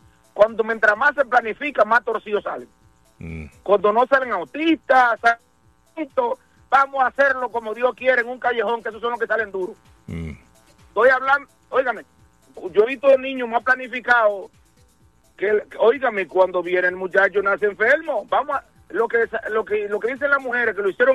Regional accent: Dominican Republic; las reglas en mi país y en mi comunidad dominicana cambiaron.

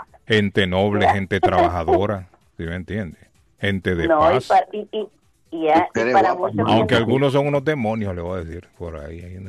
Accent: Honduras; now in United States; Hondureño, estadounidense y salvadoreño.

